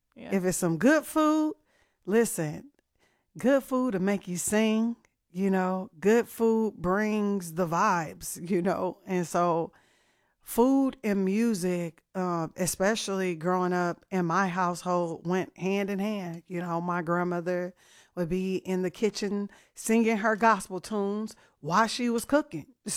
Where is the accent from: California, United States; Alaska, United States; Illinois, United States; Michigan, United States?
California, United States; Oakland; I am from Oakland, California, but my father is from Austin and my grandmother is from Austin.